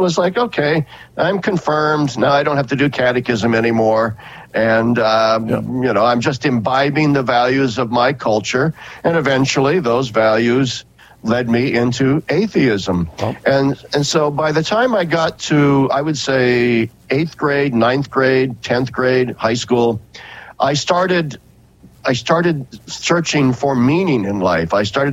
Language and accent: English; Lincoln, Nebraska, United States; You know, I'm originally from Lincoln, Nebraska, so people often assume that I knew a lot about farming just because I'm from an agricultural state, but I knew nothing. I knew absolutely nothing. I grew up in the city of Lincoln